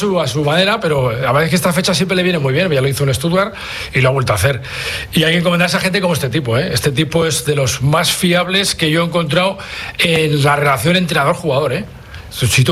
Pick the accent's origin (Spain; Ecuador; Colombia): Spain; Pamplona, Navarre; Claro, yo soy navarro, soy de Pamplona